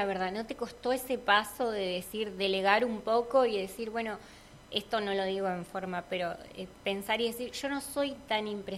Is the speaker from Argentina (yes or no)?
yes; Cipolletti, Río Negro, Argentina; Soy nacida y criada en Sipo